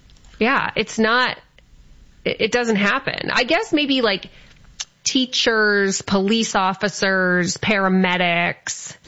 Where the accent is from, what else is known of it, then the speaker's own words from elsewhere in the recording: Windsor, Ontario, Canada; moved away; where I grew up, Windsor